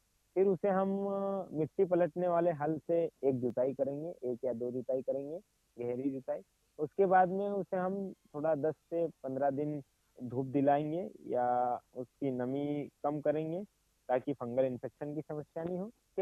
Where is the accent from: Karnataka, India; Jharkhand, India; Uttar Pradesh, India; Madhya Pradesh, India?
Madhya Pradesh, India; हमारे निमाड़ में या हमारे जिले में